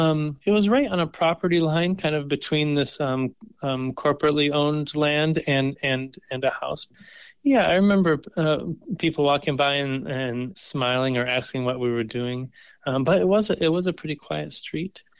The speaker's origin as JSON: {"language": "English", "town": "Rockford", "region": "Michigan", "country": "United States", "also_born_or_lived": "Grand Rapids", "said": "I'm from Rockford, Michigan, and spent some time living in Grand Rapids."}